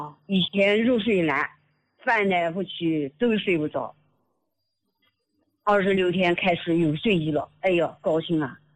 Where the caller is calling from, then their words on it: Nanjing, Jiangsu, China; 我是南京的听众